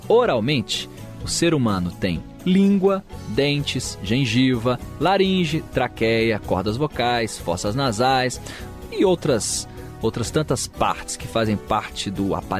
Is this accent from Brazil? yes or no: yes; Brazil; nós brasileiros, por exemplo, não consigamos pronunciar alguns sons em outros idiomas.